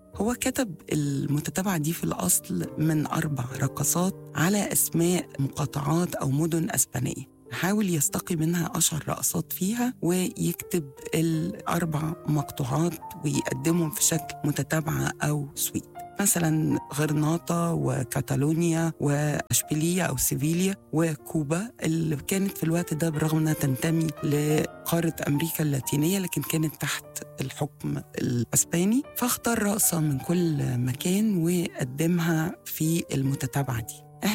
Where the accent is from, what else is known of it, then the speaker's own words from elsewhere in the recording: Egypt; بتخليها دايماً قريبة لذوقنا كمصريين أو في العالم العربي أو العالم الشرقي بشكل عام.